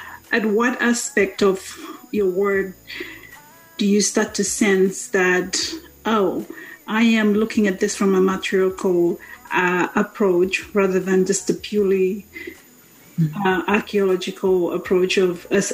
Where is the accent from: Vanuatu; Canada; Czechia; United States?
Vanuatu; and then obviously even I'm from Vanuatu